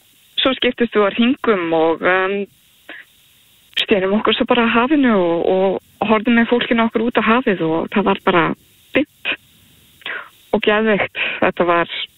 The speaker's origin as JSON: {"language": "Icelandic", "town": "Álftanes", "region": "Capital Region", "country": "Iceland", "tie": "born or raised there", "said": "Ég er náttúrulega uppalinn á Álftanesinu og ég elska ströndina og bara þar á hverjum degi sem barn"}